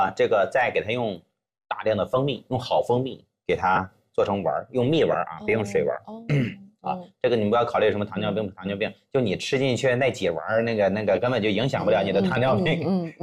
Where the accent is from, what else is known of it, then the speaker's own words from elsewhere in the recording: China; 最多知道我是中国人